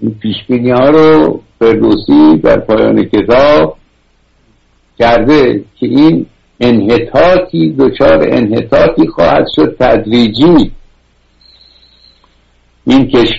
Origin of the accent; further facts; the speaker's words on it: Iran; ما که ایرانی هستیم، تنان 2000 و فلان قد مدنیت داریم، پس چرا ما ذلیل شدیم، کشورمون از دست دادیم؟